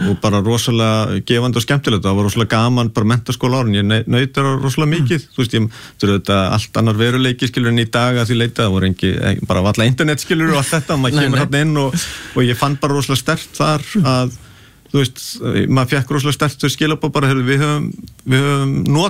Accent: Garðabær, Capital Region, Iceland; born or raised there; also born or lived in Breiðholt

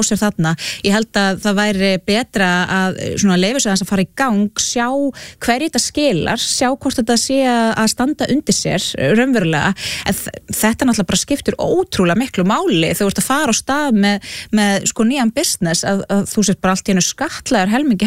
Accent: Flúðir, Southern Region, Iceland; born or raised there

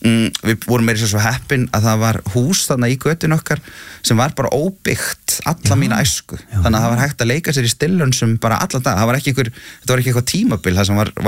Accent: Akranes, Western Region, Iceland; born there; Jú, ég sem sagt fæddur á Akranesi

